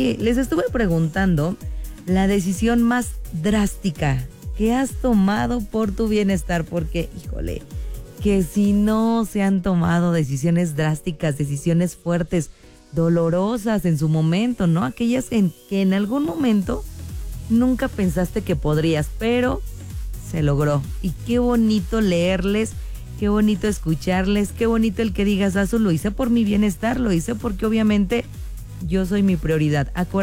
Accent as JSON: {"language": "Spanish", "town": "Calimaya", "region": "State of Mexico", "country": "Mexico", "moved": "yes", "said": "allá en mi pueblito mágico, en La Conchita, en Calimaya."}